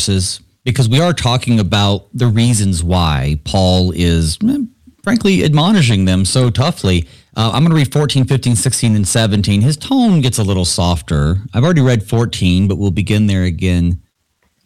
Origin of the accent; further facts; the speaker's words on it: the South, United States; growing up in the South